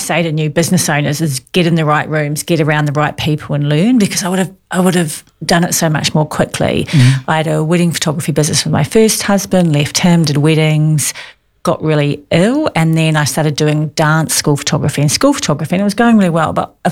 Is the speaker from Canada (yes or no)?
no; Essex, East of England, United Kingdom; I'm from Essex.